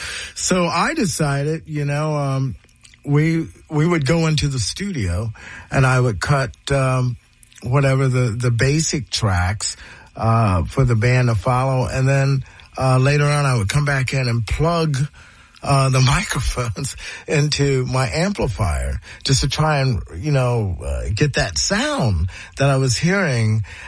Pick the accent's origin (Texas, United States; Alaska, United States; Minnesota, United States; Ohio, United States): Ohio, United States; And I go, yeah, man, I'm from Ohio.